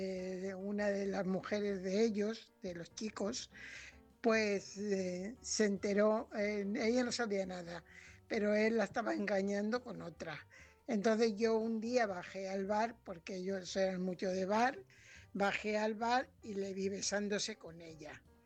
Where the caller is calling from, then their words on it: Fuenlabrada, Community of Madrid, Spain; corresponsal de Fuenlabrada.